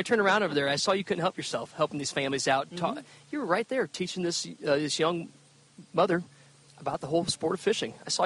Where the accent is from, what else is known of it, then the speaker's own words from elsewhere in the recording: Missouri, United States; I grew up in Missouri, was in the outdoors my entire life.